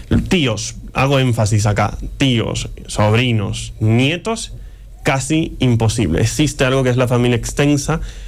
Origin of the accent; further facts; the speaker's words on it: Dominican Republic; now in Spain; yo puedo sacar mi pasaporte español, pero yo sigo siendo dominicano. O sea, yo de blanco, rubio.